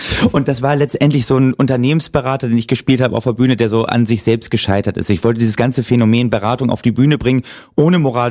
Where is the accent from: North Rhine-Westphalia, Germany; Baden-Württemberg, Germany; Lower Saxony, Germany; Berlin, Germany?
Lower Saxony, Germany; Oldenburg; Ich komme aus Oldenburg, Niedersachsen.